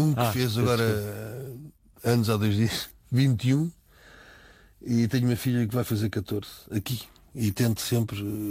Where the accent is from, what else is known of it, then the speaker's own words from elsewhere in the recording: Portugal; Só que nós, enquanto portugueses, ouvimos certas coisas e certas atitudes um bocado do lado de fora